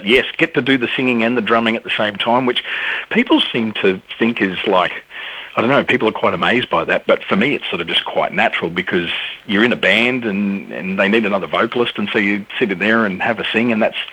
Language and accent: English; Australia; I said, we're from Australia. We're making